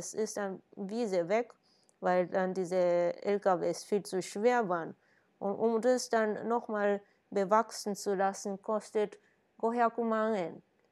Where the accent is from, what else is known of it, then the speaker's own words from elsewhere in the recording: Kyoto, Japan; Ja, auch in Kyoto, wo ich herkomme, da waren dann halt größtenteils abgesagt